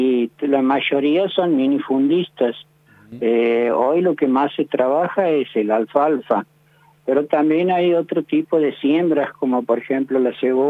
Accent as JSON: {"language": "Spanish", "town": "Beltrán", "region": "Santiago del Estero", "country": "Argentina", "tie": "born or raised there", "said": "soy oriundo de Beltrán"}